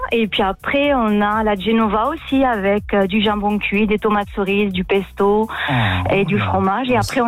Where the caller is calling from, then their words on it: Balma, Occitanie, France; À côté, à Balma, côté de Toulouse.